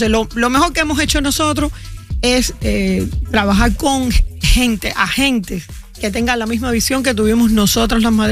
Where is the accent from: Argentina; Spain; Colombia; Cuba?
Cuba; accent: Cuban; now in United States; Y cuando nosotros llegamos a los Estados Unidos, porque yo también soy emigrante, como puedes oír, mi acento es cubano y hoy es regreso.